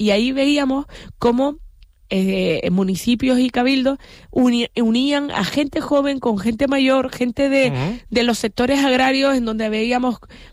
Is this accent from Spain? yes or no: yes; Canary Islands, Spain; yo voy a decir que soy la canaria que le gusta el plátano